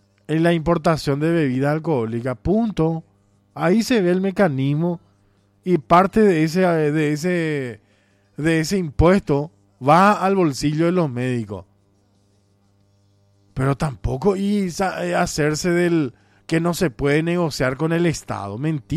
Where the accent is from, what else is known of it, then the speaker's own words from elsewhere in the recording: Paraguay; Así somos nosotros los paraguayos.